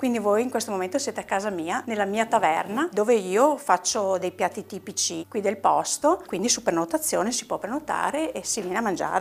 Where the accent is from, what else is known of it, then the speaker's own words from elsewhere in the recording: Longarone, Veneto, Italy; I miei sono arrivati qui dopo il Vajont, io sono nata qui e alla fine è il mio paese